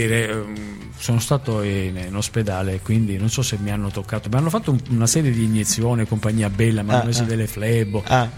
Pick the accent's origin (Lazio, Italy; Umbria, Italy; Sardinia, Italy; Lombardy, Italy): Lazio, Italy; Rome; Siamo di Roma.